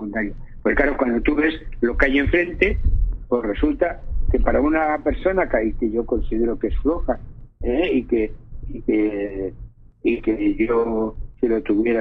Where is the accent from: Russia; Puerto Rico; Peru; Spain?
Spain; Tarragona, Catalonia; born there; Yo nací en Tarragona, donde había un polígono petroquímico que daba vida en aquellos años, que no te puedes imaginar, estoy hablando de hace 60 años.